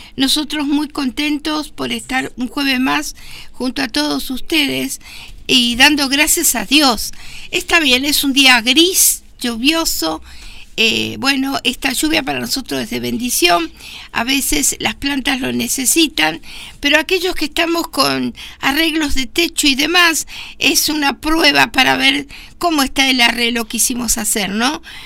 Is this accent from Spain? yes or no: no; Argentina; cuando es el Mundial me apasiona como argentina que soy